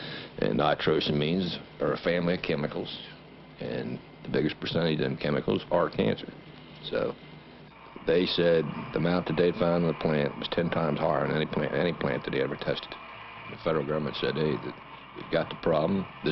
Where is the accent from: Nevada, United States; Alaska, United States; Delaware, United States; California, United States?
California, United States; Kerman; born there; Well, I was born in Kerman 30th of January, 37. My dad, he's all born and raised in Kerman.